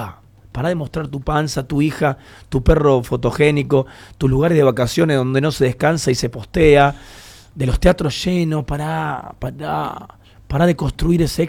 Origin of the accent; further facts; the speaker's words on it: Buenos Aires, Argentina; born there; yo nací en Capital, o sea, Capital Federal